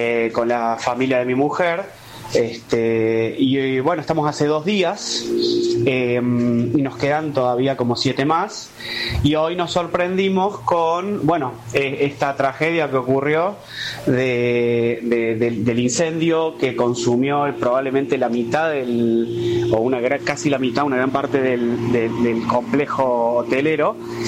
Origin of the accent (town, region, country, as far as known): Córdoba, Argentina